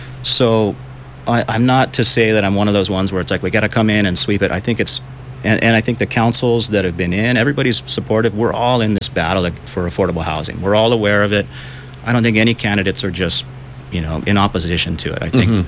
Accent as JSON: {"language": "English", "town": "Kauai", "region": "Hawaii", "country": "United States", "tie": "born or raised there", "said": "A little bit about myself, I'm born and raised on Kauai. I grew up on the North Shore of Kauai. Went to school through the public system around the North Shore"}